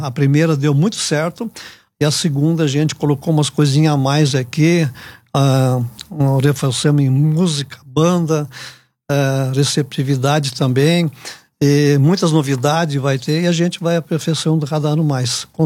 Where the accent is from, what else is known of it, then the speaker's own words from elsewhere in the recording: Nova Petrópolis, Rio Grande do Sul, Brazil; now in Gramado, Brazil; Nova Petrópolis não pode ficar fora, que é minha terra natal